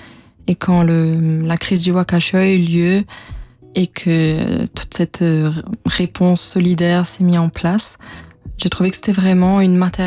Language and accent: French; Mauritius; le lien qu'on avait en tant que Mauricien à l'océan et à quel point ça comptait pour nous